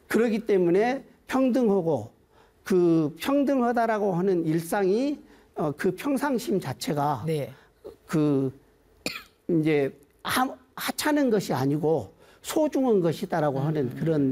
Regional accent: Sinan County, South Jeolla, South Korea; 제 이제 그 고향이 전라남도 신안군에 있는 증도면이라고 바닷가 어촌마을이거든요. 그리고 이제 저희 집이 저희 어렸을 때에 그 고기 잡는 그런 배를 가지고 있었어요.

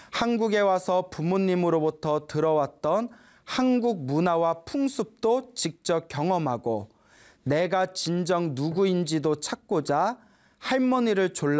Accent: Argentina; 저는 아르헨티나에서 종교는 불교이지만 불법의 도리를 잘 모르는 집에서 태어났습니다. 그래서 가끔 현지에 있는 절에 가기도 했으나

